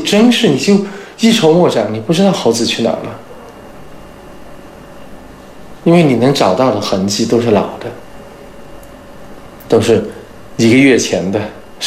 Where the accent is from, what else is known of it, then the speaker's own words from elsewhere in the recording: China; 因为我想我是来自一个拍摄野生动物最困难的一个国家